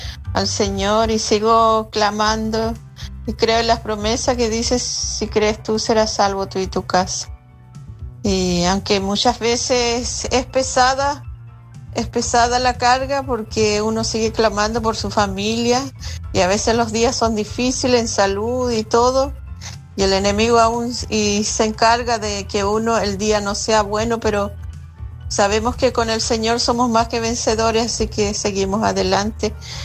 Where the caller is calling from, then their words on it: Puerto Montt, Los Lagos, Chile; de Puerto Montt.